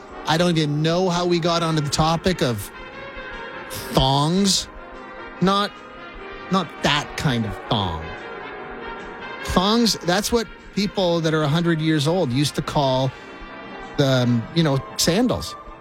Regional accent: Saskatchewan, Canada; moved away; Hey, look, I'm from Saskatchewan. That's weird. I don't know where that, and I grew up calling them that as well. But the minute I drove over the border from Saskatchewan, I left it all behind me.

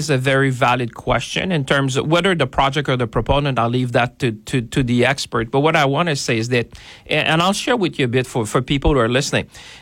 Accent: Canada; I'm saying a big we as Canadian

